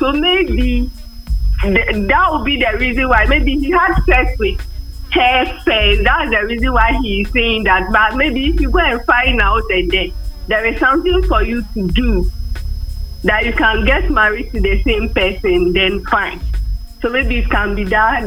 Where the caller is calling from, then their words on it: Dodowa, Greater Accra, Ghana; from Dodowa.